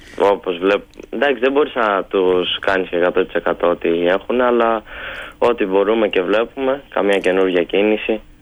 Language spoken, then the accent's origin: Greek; Greece; Η Ελλάδα και η πατρίδα μου για μένα είναι τα πάντα.